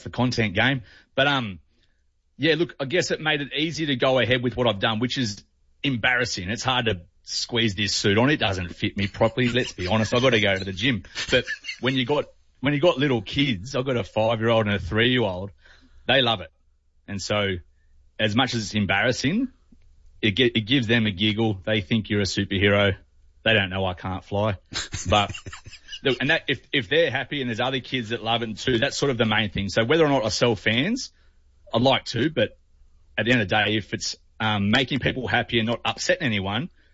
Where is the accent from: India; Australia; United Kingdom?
Australia; Warren, New South Wales; me and my cousin Spud, we're both from Warren originally, which is a bit further west of Dubbo.